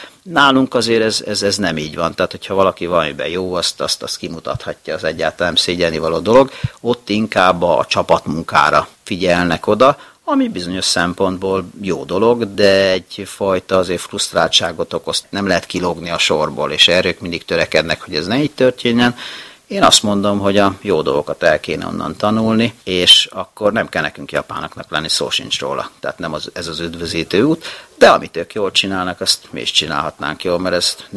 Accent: Hungary; de azért én magyar ember vagyok, én nekem nagyon fontosak a barátok

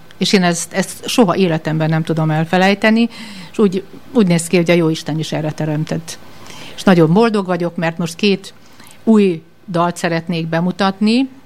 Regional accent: Hungary; now in Germany; Igen, de én magyar vagyok. Amíg élek, az is maradok.

